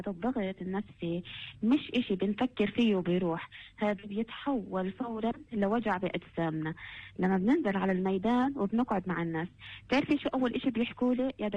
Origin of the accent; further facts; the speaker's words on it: West Bank, Palestine; عندنا في فلسطين